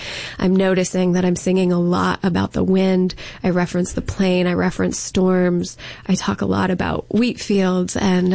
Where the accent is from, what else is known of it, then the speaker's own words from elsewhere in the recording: New York, United States; now in Nashville, United States; I am originally from the Adirondack Mountains in upstate New York. I live in Nashville, Tennessee.